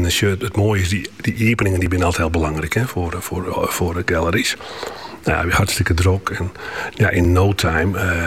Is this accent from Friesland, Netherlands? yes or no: yes; Witmarsum, Friesland, Netherlands; ik zei uit Friesland en Nederland. Ik zei, wie het Marsum?